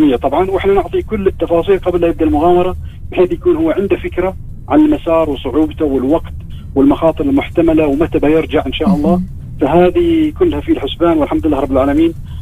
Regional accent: Oman; وهذه شهادة نفتخر فيها احنا كأصحاب مشاريع واحنا كعمانيين بصورة عامة.

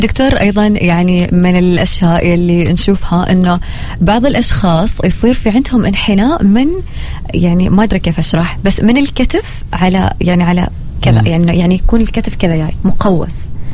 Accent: Oman

